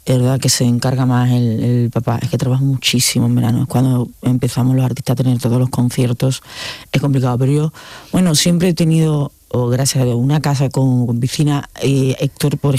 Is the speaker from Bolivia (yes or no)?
no; Seville, Andalusia, Spain; moved away as an adult; also born or lived in Barcelona; ahora acabamos de venir a vivir a Sevilla en noviembre del año pasado, he vuelto a mi tierra otra vez, después de vivir 21 años en Barcelona